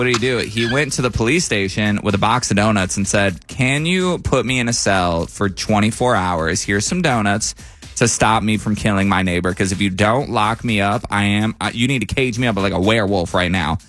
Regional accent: United States; Sorry, I'm Native American. It just came out.

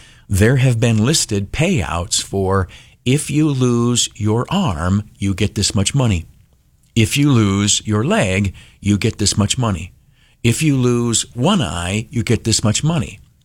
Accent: New York, United States; I'm a New Yorker.

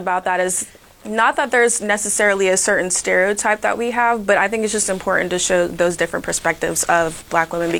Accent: Charleston, South Carolina, United States; I'm from Charleston, South Carolina. So coming here was definitely a culture shock for me too.

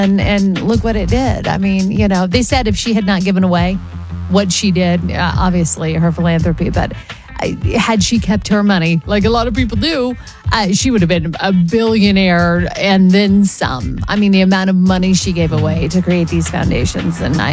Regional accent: Oklahoma, United States; I grew up in Oklahoma.

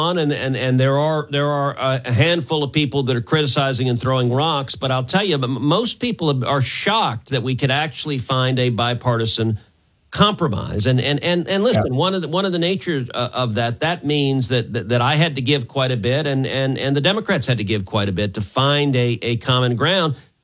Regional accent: Texas, United States; Let's take my home state of Texas. Look, my home state of Texas

